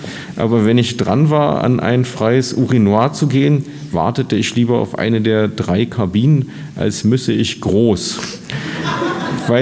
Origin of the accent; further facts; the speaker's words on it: East Germany, Germany; Jetzt wurde ich als Ossi schon von Ossis beleidigt und das, indem sie mich einen Wessi nannten.